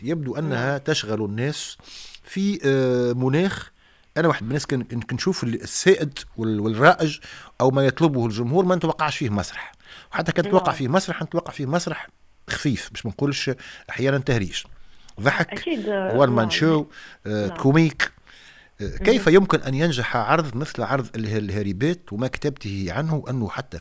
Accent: Tunisia; عندنا في تونس

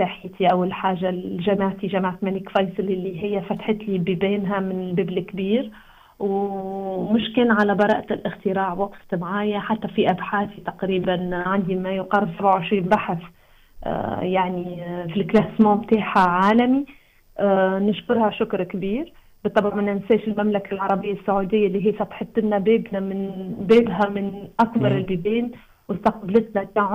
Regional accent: Tunisia; moved away as an adult; now in Saudi Arabia; أنا من تونس العاصمة، من الوسط التونسي، من جنوب تونس، أنا واحدة من تونس الكل يعني، نمثل بلاد تونسية كاملة

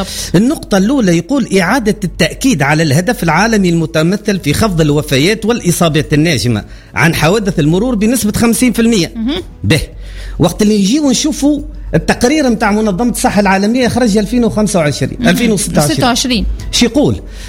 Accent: Tunisia; عندنا في تونس.

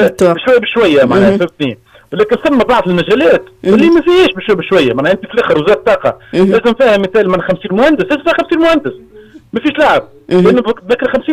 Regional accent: Tunisia; احنا في تونس

